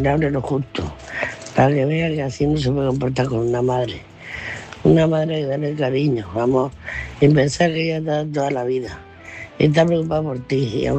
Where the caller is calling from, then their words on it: Murcia, Region of Murcia, Spain; de Murcia